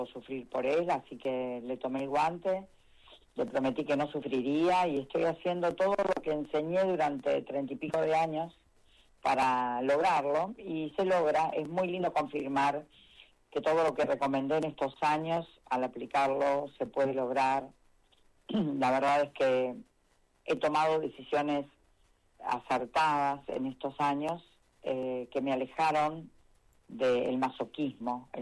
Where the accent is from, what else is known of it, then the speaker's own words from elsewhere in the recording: Argentina; Somos Argentina con Maradona, con Messi.